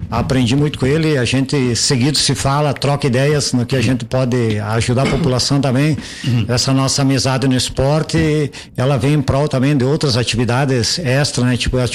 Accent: Bento Gonçalves, Rio Grande do Sul, Brazil; also born or lived in Veranópolis; now in Nova Prata, Brazil; Eu sou natural de Bento Gonçalves.

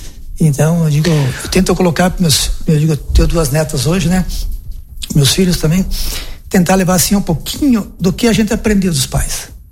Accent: Marau, Rio Grande do Sul, Brazil; also born or lived in Chapecó; eu, quando era pequenininho, eu nasci em Marau, fiquei em Marau, depois nós fomos morar em Chapecó. Nós moramos um tempo em Chapecó, acho uns 2, 3 anos, depois retornamos para Marau, e daí não saí mais em Marau.

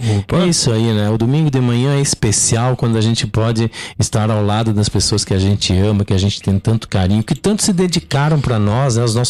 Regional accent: Rio Grande do Sul, Brazil; Nós que somos gaúchos, que valorizamos tanto a nossa tradição

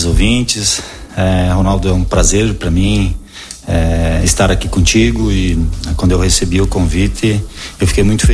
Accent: Marau, Rio Grande do Sul, Brazil; eu nasci na Laranjeira, aqui no interior do Marau, então nasci ali, a minha família era dali, né? Irmãos também nasceram lá, se eu não me engano, todos da minha família nasceram nessa região ali

